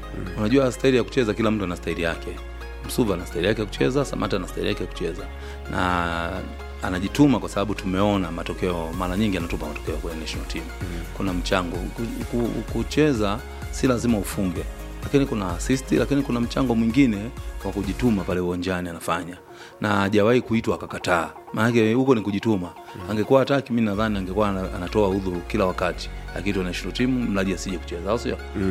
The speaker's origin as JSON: {"language": "Swahili", "country": "Tanzania", "said": "Mimi kwangu kwanza kama Mtanzania"}